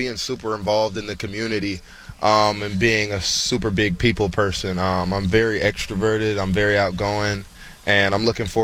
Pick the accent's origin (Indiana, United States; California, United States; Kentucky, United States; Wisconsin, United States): California, United States; Long Beach; also born or lived in Beverly Hills, California; now in Cleveland, United States; But I'm from Long Beach, born and raised.